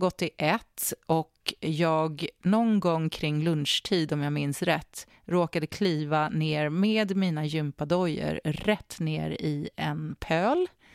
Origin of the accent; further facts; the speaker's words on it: Sweden; now in Brisbane, Australia; och de har faktiskt haft ganska så bra solvärme hemma i Sverige. Och det är ju alltid så att kring den här tiden på året och kring jul så är det så att jag alltid börjar längta hem lite extra mycket.